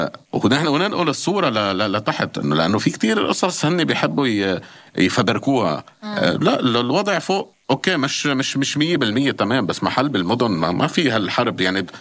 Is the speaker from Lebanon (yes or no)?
yes; Lebanon; now in Russia; نقول لهم من لبنان.